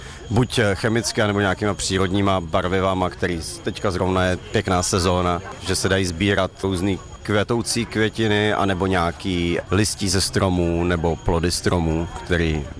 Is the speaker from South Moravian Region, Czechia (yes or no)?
no; Náchod, Hradec Králové Region, Czechia; jsem od Náchoda.